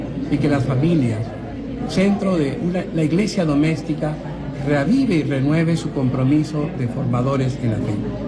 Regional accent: Peru; para que esta visita se vea como somos los peruanos, de acogida digna, alegre, hermosa, en su colorido

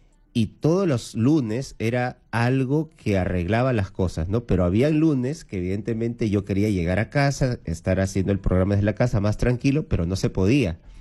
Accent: Lima, Peru; also born or lived in Ica; now in Callao, Peru; Yo vengo de Ica, en realidad yo vengo de Ica, hace 2 meses estoy aquí ya viviendo en Lima, pero yo vengo de Ica. O sea, yo soy de Lima, pero me mudé a Ica porque ahí tenemos nuestra casa.

